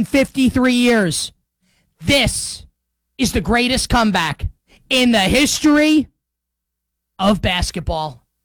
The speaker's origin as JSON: {"language": "English", "region": "New York", "country": "United States", "said": "100 guns and 100 clips, because we're from New York"}